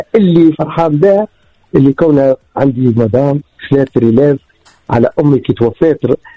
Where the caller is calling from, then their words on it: Tunisia; أنا تونسية